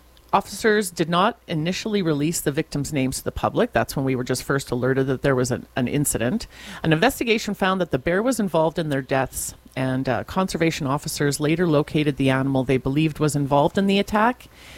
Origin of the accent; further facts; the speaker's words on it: Winnipeg, Manitoba, Canada; in Manitoba, where in the schools where we grew up in Winnipeg